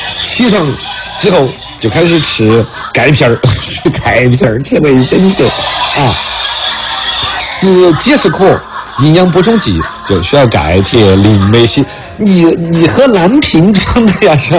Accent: China; 为啥子我们中国人说起都有点印象的

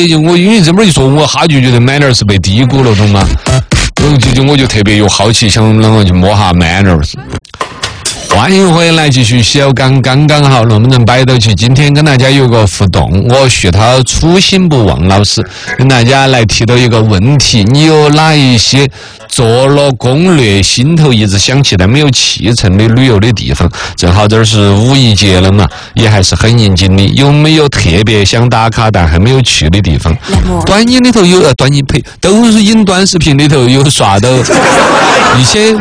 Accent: China; 我们中国人造的机器人全是的是哈哧哧的在跑啊

